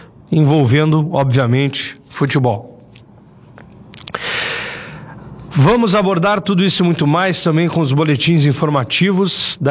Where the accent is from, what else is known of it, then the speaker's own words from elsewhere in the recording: Ijuí, Rio Grande do Sul, Brazil; moved away; eu sou de Juí, eu sou torcedor do São Luís.